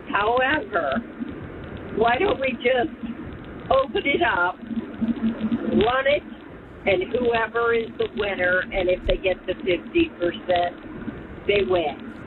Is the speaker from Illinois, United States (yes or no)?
no; Maryland, United States; I just remember as a kid growing up in Montgomery County when it was a lot different.